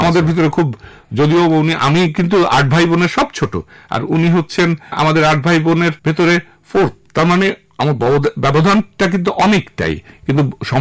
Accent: Rajshahi Division, Bangladesh; আমি মূলত রাজশাহীর ছেলে, গ্রামের স্কুলেই প্রাইমারি পর্যন্ত লেখাপড়া

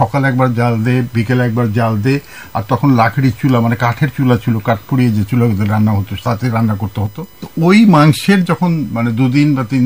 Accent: Kushtia, Khulna Division, Bangladesh; moved away; আমার যৌবন বা আমার কৈশোর কিন্তু কেটেছে কুষ্টিয়াতে

